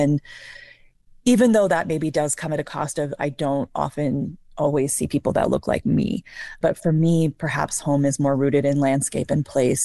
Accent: Wyoming, United States; also born or lived in Colorado; And of course, growing up in Wyoming and being from here, I mean, even being in Colorado, there's wind is a thing.

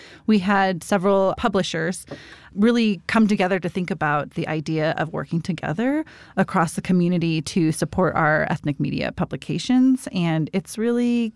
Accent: Denver, Colorado, United States; growing up in Denver and being involved in the Asian American community

